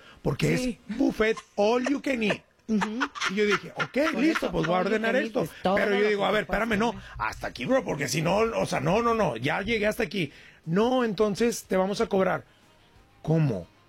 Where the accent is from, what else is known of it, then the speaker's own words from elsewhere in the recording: Monterrey, Nuevo León, Mexico; No, espérame, yo soy regio, bro.